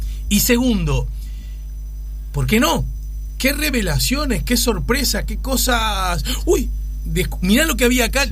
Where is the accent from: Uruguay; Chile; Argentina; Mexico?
Uruguay